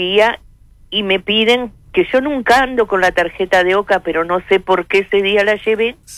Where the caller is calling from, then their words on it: Montevideo, Uruguay; pues yo vivo en Colón